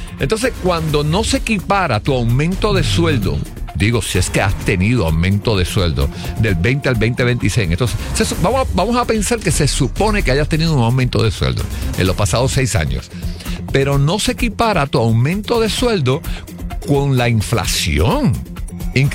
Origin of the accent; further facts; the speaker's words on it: Arecibo, Puerto Rico; moved away; Yo soy de Arecibo.